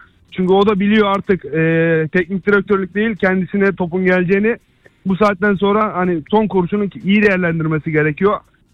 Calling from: Austria; Yurt dışından abi, Avusturya'dan.

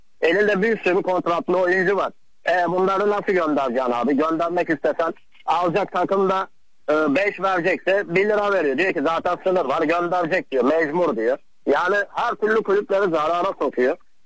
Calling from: Istanbul, Turkey; İstanbul'dan

